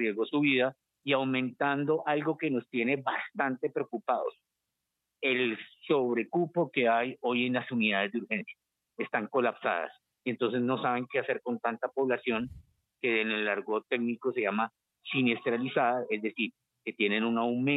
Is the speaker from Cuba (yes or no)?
no; Colombia; a nosotros como colombianos y como usuarios